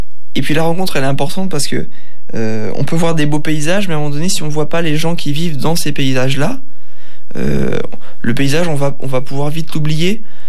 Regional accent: France; oublier qu'on est français, oublier un peu d'où on vient

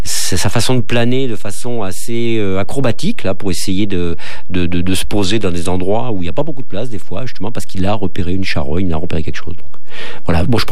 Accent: France; Chez nous, en France

